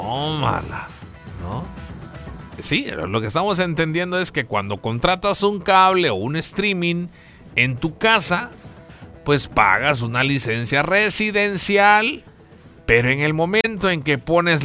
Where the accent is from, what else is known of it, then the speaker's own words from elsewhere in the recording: Mexico; como mexicanos, es disfrutar del mundial cuando es en otros países, ¿no?